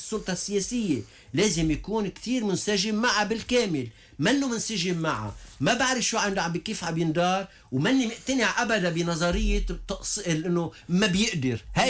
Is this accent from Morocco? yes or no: no; Lebanon; على الاخر خليجي بمحل بيصدمك كلبنانية طبعا